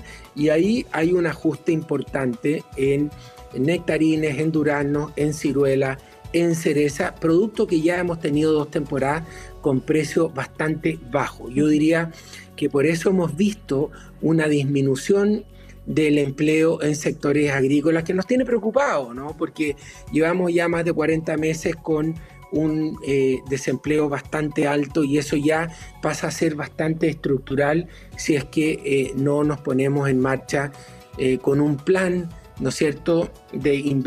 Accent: Chile

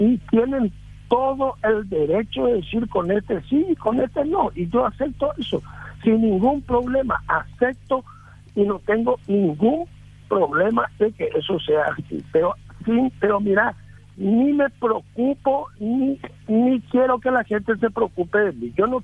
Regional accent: Ciudad del Este, Alto Paraná, Paraguay; lo que me conviene como paraguayo y como colorado y como esteño.

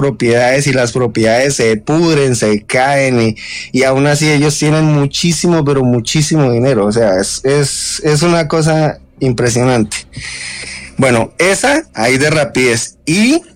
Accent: Casanare, Colombia; Tengo una de aquí de la región donde me crié. Yo soy del Casanare. en medianías con Boyacá, en el río que divide Casanare y Boyacá, que nace la laguna de Tota.

